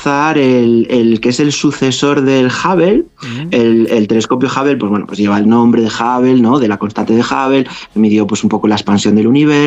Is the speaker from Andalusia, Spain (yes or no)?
no; Galicia, Spain; yo que soy gallego, de hecho, llegué ayer de Galicia